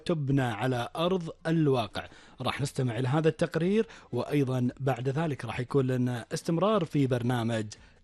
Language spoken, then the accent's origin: Arabic; Kuwait; بديرتنا الكويت